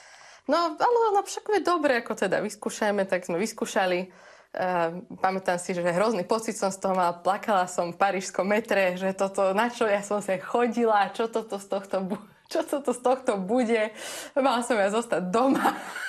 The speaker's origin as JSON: {"language": "Slovak", "town": "Partizánske", "region": "Trenčín Region", "country": "Slovakia", "moved": "as an adult", "said": "z Partizanského, že mám 18"}